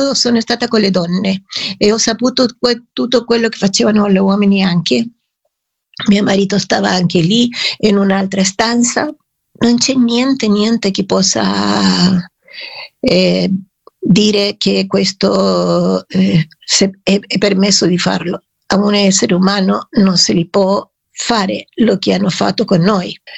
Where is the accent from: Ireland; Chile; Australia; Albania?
Chile; Italian is a second language; moved away as an adult; also born or lived in Italy